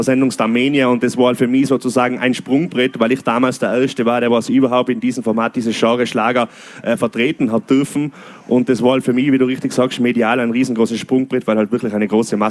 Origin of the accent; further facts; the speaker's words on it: Oberperfuss, Tyrol, Austria; dass ich als Tiroler Bursch quasi da rausfahren darf